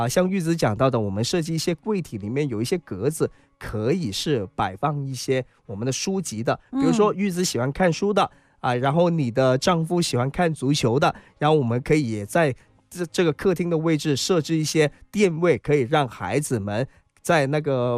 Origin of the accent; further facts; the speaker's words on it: Guangzhou, Guangdong, China; 我们广州人讲的